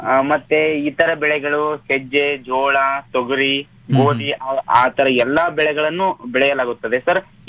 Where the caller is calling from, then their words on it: Sutagundi, Karnataka, India; ವಿಜಯಪುರ ತಾಲೂಕು ಸುತಗುಂಡಿ ಗ್ರಾಮದಿಂದ